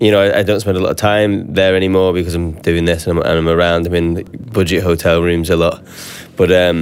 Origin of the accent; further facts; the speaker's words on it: Northern England, United Kingdom; accent: Northern English; I'm very proud of like having a regional accent and also not like a London accent.